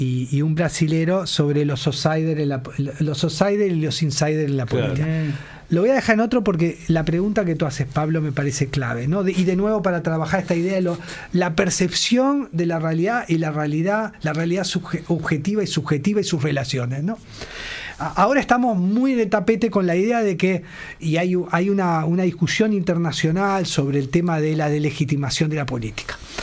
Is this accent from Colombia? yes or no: no; Uruguay; los uruguayos